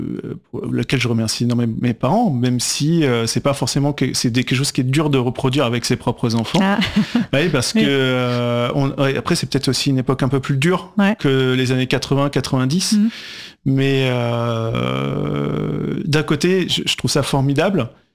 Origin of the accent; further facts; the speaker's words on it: Paris, Île-de-France, France; Alors moi, je suis parisien. Hein, je suis parisien.